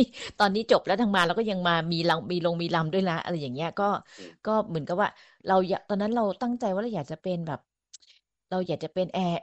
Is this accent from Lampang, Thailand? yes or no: yes; Lampang, Thailand; คนลำปางใช่แล้วก็เรียนที่ลำปางตลอดตั้งแต่อนุบาลยันมัธยม